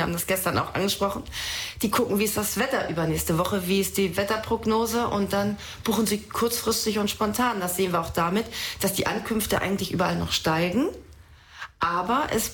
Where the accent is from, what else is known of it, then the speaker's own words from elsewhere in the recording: Schleswig-Holstein, Germany; ich bin Holsteiner Dern